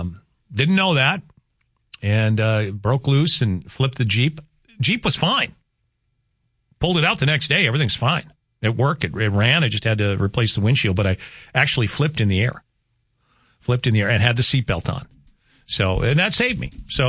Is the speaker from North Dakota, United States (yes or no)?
yes; Rugby, North Dakota, United States; So Highway 2 and 3 intersects in Rugby Town, my hometown, and they've got an image there of the Cornerstone and the restaurant that we used to own and manage and run back in the 80s.